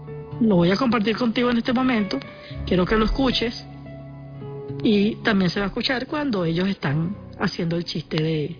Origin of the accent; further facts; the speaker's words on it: Venezuela; Entonces, nosotros como venezolanos tenemos esa capacidad, ese mecanismo mental de salir adelante con una sonrisa.